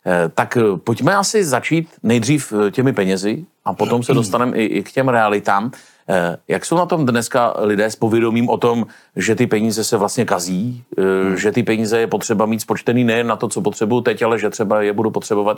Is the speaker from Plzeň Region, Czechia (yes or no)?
yes; Plzeň Region, Czechia; tady u nás na Plzeňsku, na západě Čech